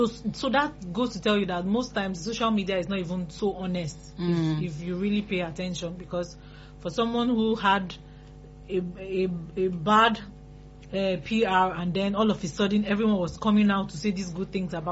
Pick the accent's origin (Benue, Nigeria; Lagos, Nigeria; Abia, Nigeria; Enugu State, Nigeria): Benue, Nigeria; probably because she's someone from my hometown. She's from Benue, from your state.